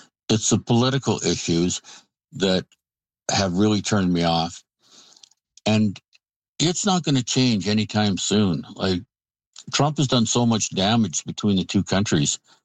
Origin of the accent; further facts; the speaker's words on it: Canada; Just small insults. They just don't really want us there.